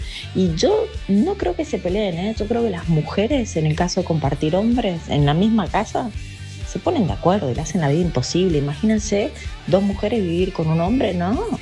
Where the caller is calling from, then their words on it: Mendoza, Argentina; de Mendoza.